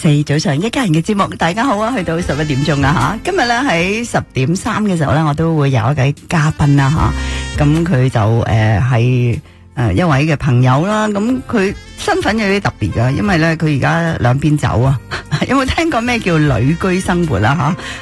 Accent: Canada

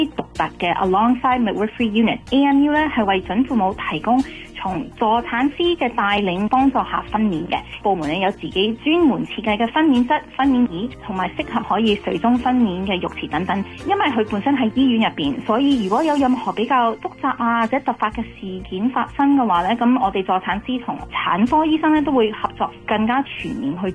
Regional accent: Toronto, Ontario, Canada; also born or lived in Hong Kong; 虽然我在香港出世，但是我在大多伦多市区长大的

